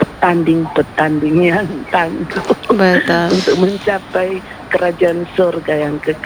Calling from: North Sulawesi, Indonesia; kita orang Sangir ini

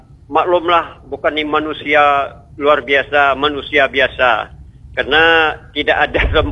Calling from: Bangka Belitung Islands, Indonesia

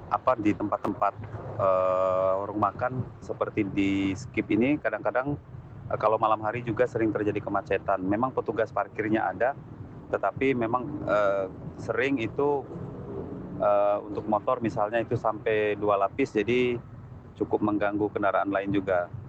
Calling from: Bengkulu, Indonesia; Selamat pagi RRI, saya dari … di Penurunan. Mau tanya soal parkiran nih di beberapa jalan protokol di Kota Bengkulu.

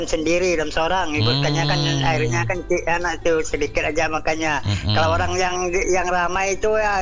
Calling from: Sambas, West Kalimantan, Indonesia; Ya, kalau kami ini Sungai Samas kecil mengalirnya ke kota Samas, ke pasar Samas. gitu. Melalui itu istana itu, itulah daerah saya tuh.

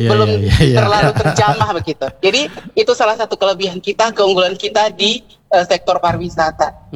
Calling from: Ampana, Central Sulawesi, Indonesia; saya sebagai warga Ampana Kabupaten Tojonauna sangat mencintai sekali daerah ini.

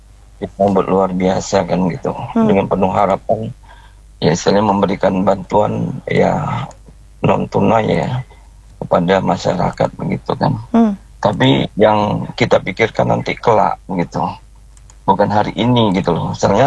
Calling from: Tanjung Pinang, Riau Islands, Indonesia; kita apresiasi sebagai warga Kota Tanjung Pinang.

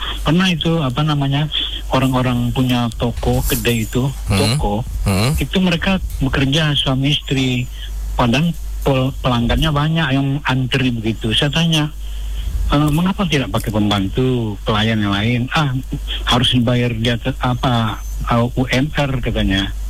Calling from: Riau, Indonesia; kami di Riau

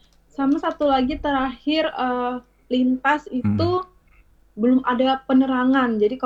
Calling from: Palangkaraya, Central Kalimantan, Indonesia; di Kota Palangkaraya.

